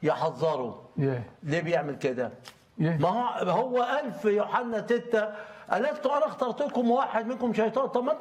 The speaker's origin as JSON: {"language": "Arabic", "country": "Egypt", "said": "عندنا في مصر"}